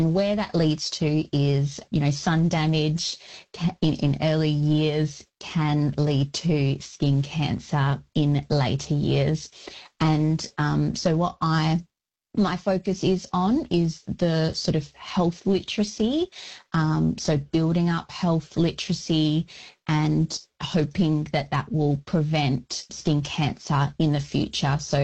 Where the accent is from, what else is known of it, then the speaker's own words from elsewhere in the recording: Bunbury, Western Australia, Australia; So I'm a proud Wilman Noongar woman. So Noongar from the southwest region of Western Australia. I was actually born and raised on Wadandibudja, which is down in the Goomberup, which is Bunbury region of Noongar country.